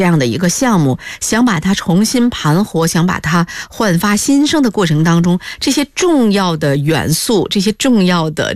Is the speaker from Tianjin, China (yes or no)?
yes; Tianjin, China; 都和我们天津人的生活啊和往事啊有着息息的紧密的关联